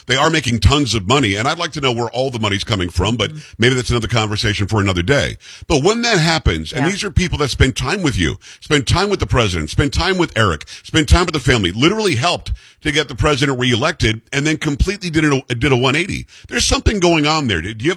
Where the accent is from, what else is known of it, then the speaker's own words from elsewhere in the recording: Florida, United States; Because Donald Trump was omnipresent when I was growing up in Palm Beach County